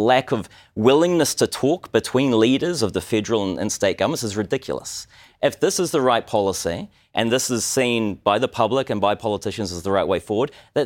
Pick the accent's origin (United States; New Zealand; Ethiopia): New Zealand; now in Australia; Might be because I come from New Zealand, so I'm completely naive.